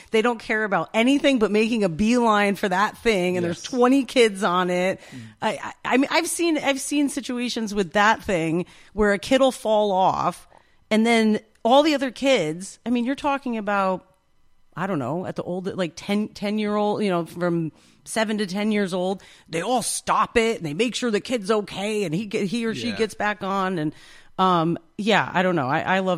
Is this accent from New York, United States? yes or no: yes; New York, United States; born there; now in Catskill, United States; so I'm not from Catskill, but I'm from across the river, but I might as well be from a different planet. I know how these communities can be. I grew up in one, you know, Nobody comes and nobody goes.